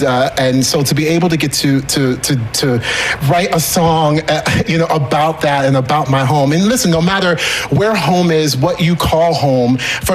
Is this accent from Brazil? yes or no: no; Orlando, Florida, United States; growing up in Orlando, Florida